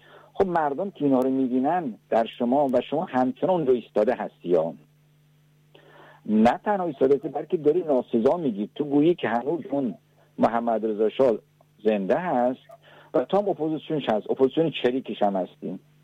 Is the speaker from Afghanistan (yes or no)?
no; Iran; اگر من ایرانی هستم، مردم خودم رو دوست دارم، میهن خودم رو دوست دارم،